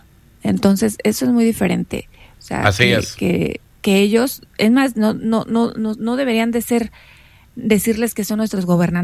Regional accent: Mexico; nosotros como mexicanos

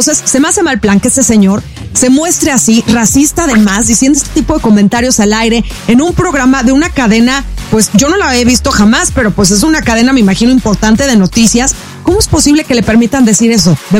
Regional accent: Mexico; soy mexicana y amo a los argentinos también.

